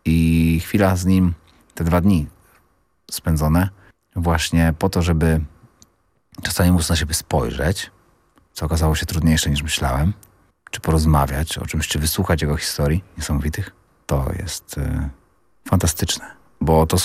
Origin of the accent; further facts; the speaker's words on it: Przemków, Lower Silesian Voivodeship, Poland; moved away; To jest moje rodzinne miasto i mój rodzinny dom